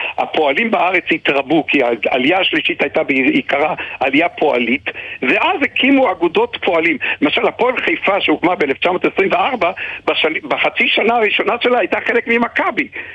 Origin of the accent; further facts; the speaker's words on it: Haifa, Haifa District, Israel; אני חיפאי